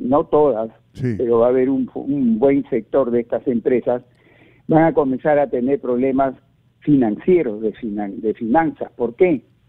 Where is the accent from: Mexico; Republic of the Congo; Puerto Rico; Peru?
Peru; ya somos los peruanos